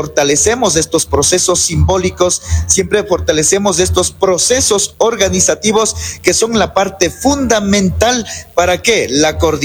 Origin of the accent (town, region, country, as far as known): Tungurahua, Ecuador